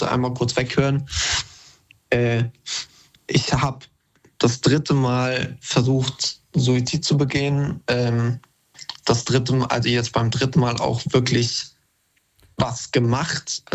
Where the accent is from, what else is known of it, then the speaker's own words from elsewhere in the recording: Baden-Württemberg, Germany; weil ich halt nicht aus der Umgebung Berlin komme. Ich komme aus Baden-Württemberg.